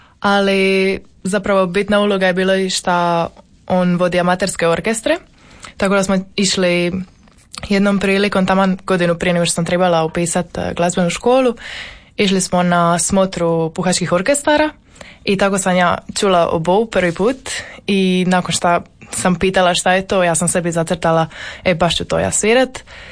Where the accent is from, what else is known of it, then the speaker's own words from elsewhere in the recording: Kaštela, Split-Dalmatia County, Croatia; Ja sam odrasla u Kaštelima pokraj Splita